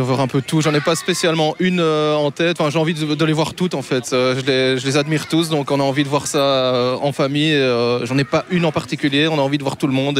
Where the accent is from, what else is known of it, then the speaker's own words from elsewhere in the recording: Braine-l'Alleud, Wallonia, Belgium; Alors on vient de Braine-l'Alleud, on a pris le train vers midi et demi